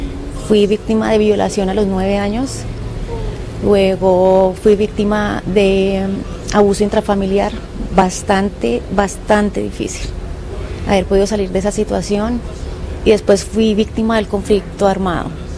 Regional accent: Tolima, Colombia; born there; Yo soy tolimense de nacimiento, pero soy santandereana de convicción y de elección.

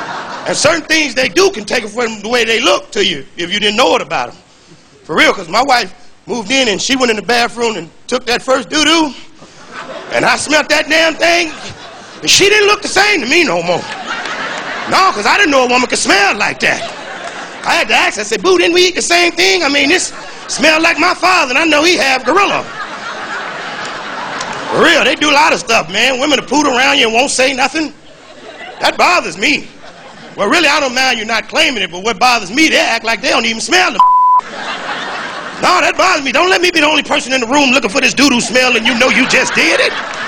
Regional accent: Chicago, Illinois, United States

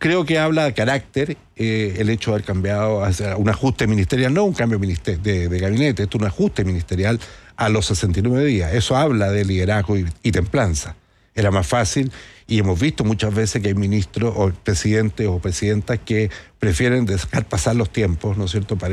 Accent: Santiago, Santiago Metropolitan Region, Chile; No sé, yo soy de Santiago, pero me tocó visitar mucho las regiones cuando yo era autoridad.

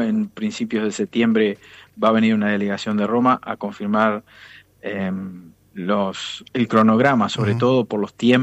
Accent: Uruguay; nuestra historia como pueblo uruguayo

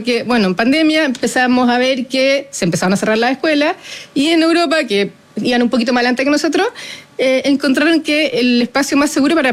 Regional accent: Concepción, Biobío, Chile; born there; also born or lived in Santiago; now in Valdivia, Chile; Yo hace 15 años que vivo en Valdivia. Yo nací en Concepción, viví en Santiago. Y ahora estoy en Valdivia hace 15 años.

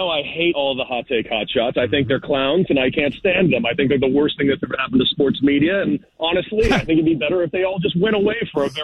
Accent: Los Angeles, California, United States; I'm born and raised in Los Angeles, and the one thing I've clamored for my entire life was an actual full-day sports talk station

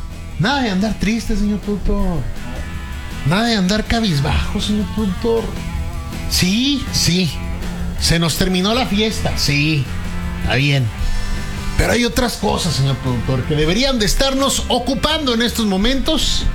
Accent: Mexico; y nos unió como mexicanos.

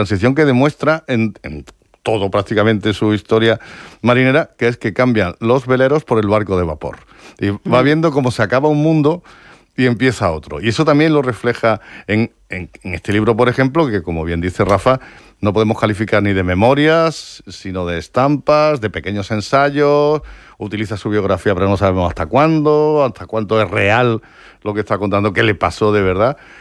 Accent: Andalusia, Spain; soy del Valle de los Pedroches.

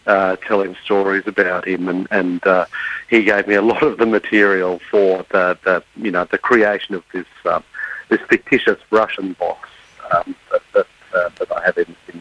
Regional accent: Sydney, New South Wales, Australia; Well, I'm from Sydney.

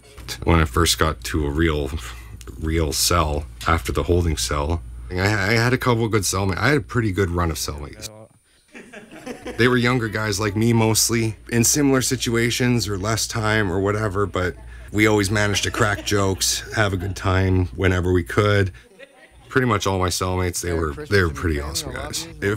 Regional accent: Vancouver, British Columbia, Canada; I'm from the Cayuga Checklesset tribe in Vancouver, British Columbia.

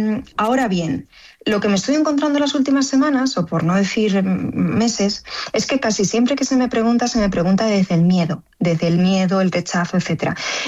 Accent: Villarrobledo, Castilla-La Mancha, Spain; porque yo soy de Villarrobledo, anda, así que aunque anda, ahora vivo ahora vivo en Chinchilla de Montaragón, pero soy de Villarrobledo.

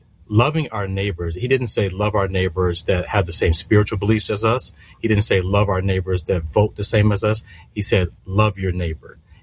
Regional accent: Detroit, Michigan, United States

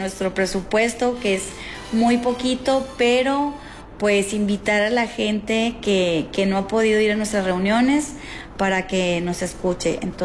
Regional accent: Mexico

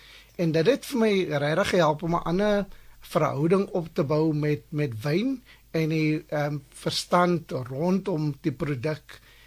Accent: Western Cape, South Africa; ek groot geword het op Simonsig en toe vir 15 jaar later aanhou gewerk

